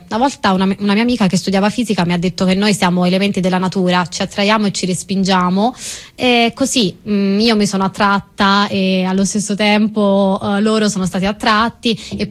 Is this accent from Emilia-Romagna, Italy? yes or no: no; Calabria, Italy; born there; now in Prato, Italy